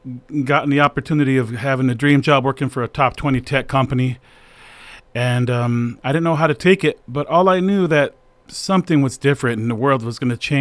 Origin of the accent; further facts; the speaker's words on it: San Jose, California, United States; a good friend of mine that I grew up in San Jose with, Arturo Garzas.